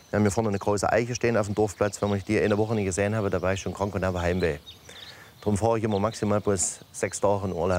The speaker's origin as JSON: {"language": "German", "region": "Saxony-Anhalt", "country": "Germany", "said": "Ich bin hier der ortsansässige Landwirt. Mitten in dem schönen Sachsen-Anhalt. Und das ist meine Heimat. Die liebe ich."}